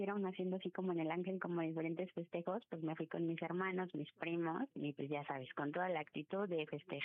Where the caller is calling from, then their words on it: Mexico City, Mexico; de la Ciudad de México y tengo 36 años.